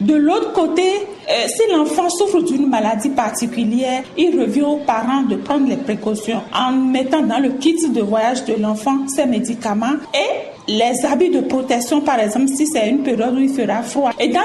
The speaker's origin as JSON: {"language": "French", "country": "Benin", "said": "en tant qu'Africain, en tant que Béninois"}